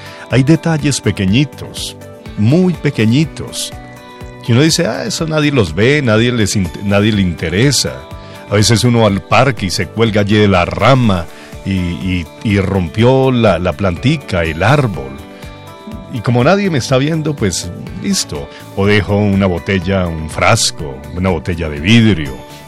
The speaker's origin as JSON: {"language": "Spanish", "country": "Colombia", "said": "somos colombianos. Creo que tenemos en común los mismos colores de la bandera. Tenemos en común que tenemos ciudadanía colombiana."}